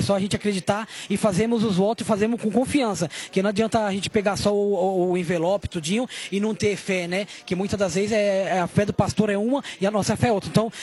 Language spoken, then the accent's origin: Portuguese; Guarulhos, São Paulo, Brazil; Eu venho da região de Guarulhos, bairro dos Pimenta, mais preciso.